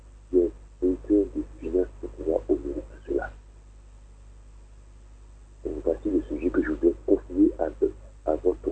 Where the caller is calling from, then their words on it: Abidjan, Côte d’Ivoire; je vous appelle de Cocody à Toban.